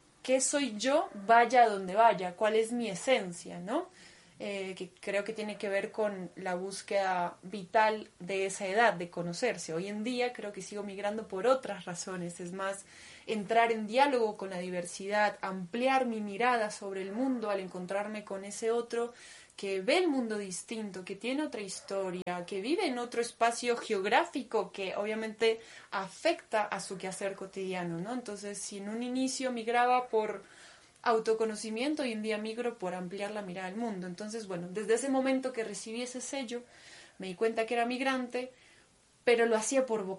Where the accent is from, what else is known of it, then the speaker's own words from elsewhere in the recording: Argentina; first language Russian; Spanish is a second language; moved away as an adult; Digamos que yo a mis 21 años me fui de mi país. Yo crecí en Argentina, en el seno de una familia rusa.